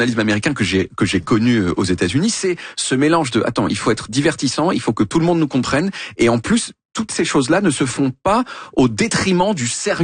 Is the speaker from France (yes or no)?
no; Quebec, Canada; Et enfin, dernière chose, les Québécois ont un rapport étonnant aux voyelles. Chez nous, les combinaisons de voyelles, elles forment le plus souvent un son.